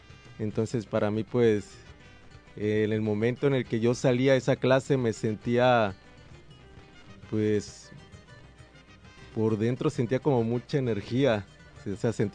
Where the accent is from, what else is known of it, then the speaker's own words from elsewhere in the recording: Acapulco, Guerrero, Mexico; yo soy 100% acapulqueño, nací aquí en Acapulco y bueno, pues mi mamá me dio vida el 15 de febrero de 1997.